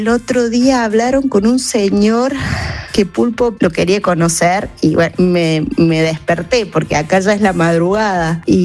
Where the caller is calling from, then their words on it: Córdoba, Argentina; los escucho de un pueblito del norte de Córdoba, en Argentina